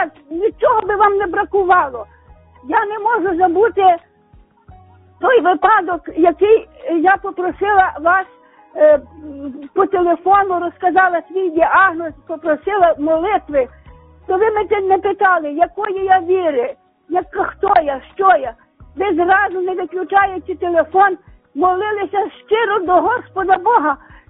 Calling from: Verkhovyna district, Ivano-Frankivsk Oblast, Ukraine; я з Верховицького району.

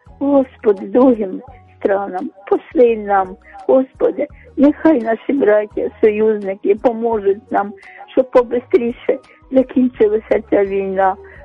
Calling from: Kyiv, Ukraine; я з Оболоні, я з Києва.

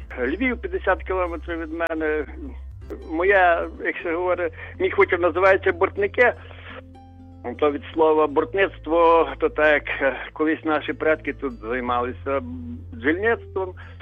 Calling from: Lviv Oblast, Ukraine; з Львівщини.

